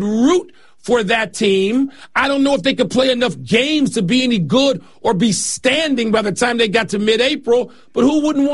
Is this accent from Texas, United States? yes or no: no; Chicago, Illinois, United States; my hometown, Chicago